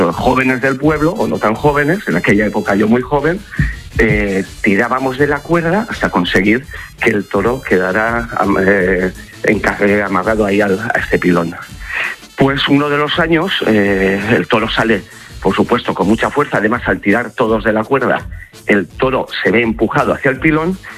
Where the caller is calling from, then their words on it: Castellón de la Plana, Valencian Community, Spain; Aquí os llamo desde Castellón